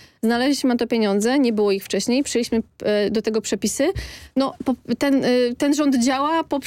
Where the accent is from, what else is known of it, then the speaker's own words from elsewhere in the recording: Lower Silesian Voivodeship, Poland; Jestem z Dolnego Śląska.